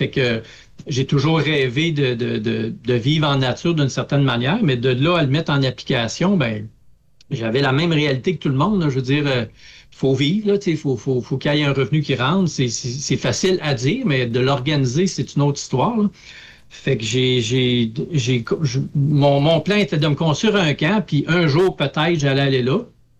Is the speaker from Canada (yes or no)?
yes; Gagnon, Quebec, Canada; moved away; also born or lived in Laval / Montreal; moi, je suis originaire... j'aime dire que je viens de nulle part. C'est-à-dire, je suis originaire de Gagnon. qui est une ville qui n'existe plus, qui a été fermée, détruite là, en 85. Et je suis né là.